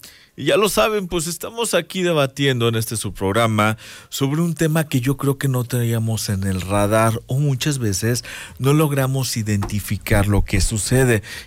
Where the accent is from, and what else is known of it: Mexico